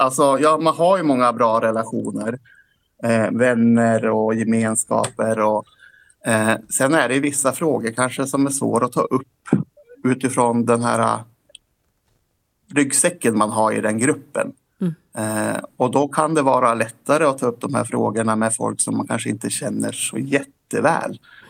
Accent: Bjärme, Jämtland County, Sweden

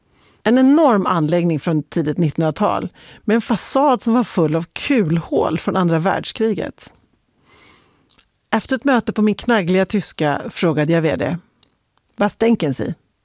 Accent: Sweden; moved away as an adult; also born or lived in Berlin, Germany; Jag var svensk, under 30, utan industriell erfarenhet och kvinna.

